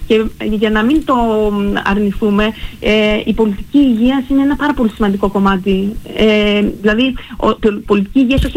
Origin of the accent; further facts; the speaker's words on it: Florina, Western Macedonia, Greece; χωρίς είμαι βουνίσια, κατάγομαι από τη Φλόρινα